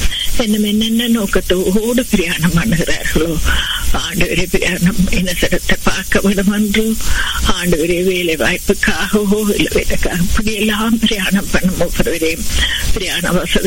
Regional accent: Sri Lanka; என்ன நாங்க பிறந்து வளர்ந்த தேசமாக இலங்கை தேசத்துக்காக அந்த அழகிய தீவுக்காக உங்களை வருகிறோம்.

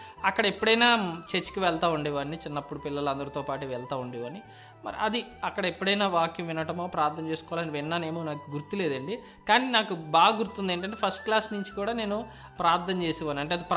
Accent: Hyderabad, Telangana, India; born there; also born or lived in Tanuku; హిందీ నేను చిన్నప్పటి నుంచి బాగా చదవగలిగేవాడిని, రాయగలిగేవాడిని. మరి హైదరాబాద్లో పెరగడం

